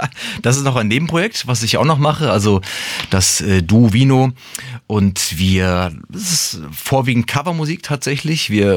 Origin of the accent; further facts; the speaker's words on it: Frankfurt, Hesse, Germany; now in Mainz, Germany; Ich bin ein Frankfurter Bub im Herzen, bin dort geboren, lange Zeit in dem Bereich aufgewachsen und ja, Jahre später hat es mich dann irgendwie nach Wiesbaden sage ich schon, das ist das andere, die andere Hauptstadt, nach Mainz gezogen.